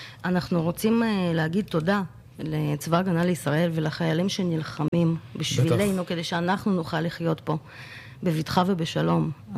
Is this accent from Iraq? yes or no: no; Turkmenistan; now in Israel; מטורקמניסטן, וההורים שלי הם ילדי אוקראינה.